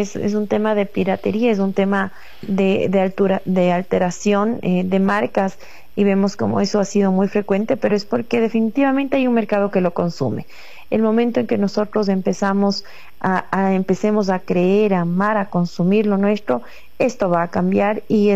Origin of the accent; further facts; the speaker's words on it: Ecuador; nos falta como ecuatorianos creer más en lo nuestro.